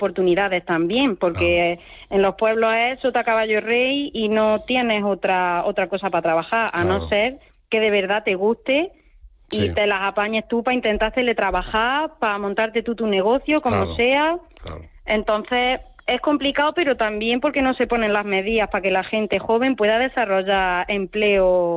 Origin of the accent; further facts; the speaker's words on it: Villacarrillo, Andalusia, Spain; cuando voy de visita a mi pueblo, en Villacarrillo, allí en Jaén